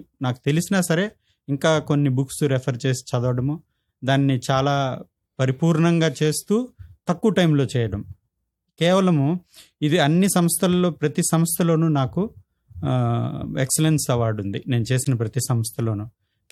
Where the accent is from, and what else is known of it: V. Kota, Andhra Pradesh, India; born or raised there